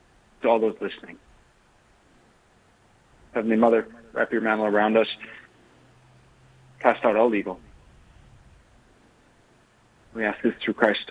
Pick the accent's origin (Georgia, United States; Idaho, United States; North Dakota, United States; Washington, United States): North Dakota, United States; Dickinson; I grew up in Dickinson, Trinity School, all my life.